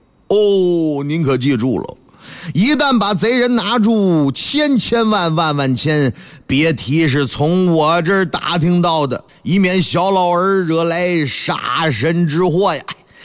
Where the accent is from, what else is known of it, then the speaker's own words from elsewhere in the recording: Northeast China, China; accent: Northeastern Mandarin; 按我们老家东北话说